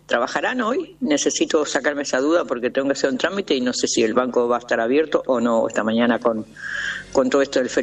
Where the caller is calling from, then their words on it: Ituzaingó, Buenos Aires Province, Argentina; les deseo a todo la Argentina un hermoso día y vamos adelante, siempre Argentina. … de Ituzaingó